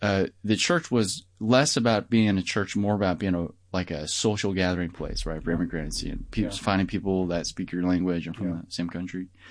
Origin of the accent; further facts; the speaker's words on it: Denver, Colorado, United States; Well, you know, born and raised in Denver, Colorado.